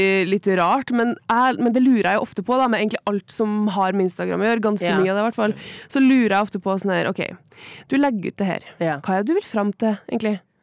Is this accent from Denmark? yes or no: no; Lithuania; Jeg er jo fra Litauen, som har lyst til å snakke om hver jævla gang jeg er her.